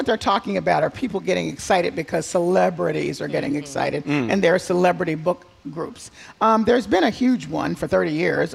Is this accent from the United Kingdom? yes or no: no; Southern United States, United States; I'm a Southerner, so catfish is a primary food group.